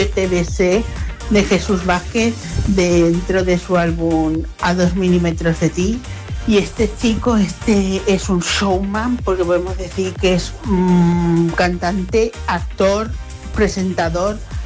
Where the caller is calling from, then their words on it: Almagro, Castilla-La Mancha, Spain; de Almagro, Ciudad Real.